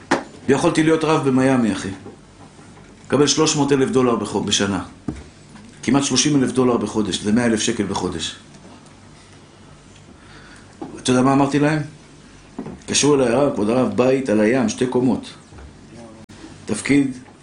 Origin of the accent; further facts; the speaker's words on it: Tel Aviv, Tel Aviv District, Israel; born there; שנולדתי בשכונת התקווה